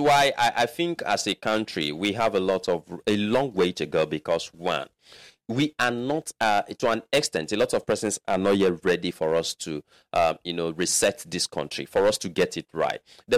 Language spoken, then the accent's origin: English; Nigeria